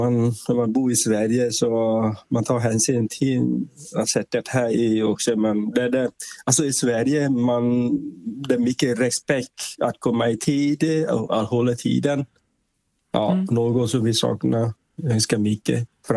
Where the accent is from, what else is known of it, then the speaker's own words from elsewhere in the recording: Vietnam; Swedish is a second language; Min far, alltså, han jobbar då i huvudstad i Hanoi, och sen jag kommer från Milestra området.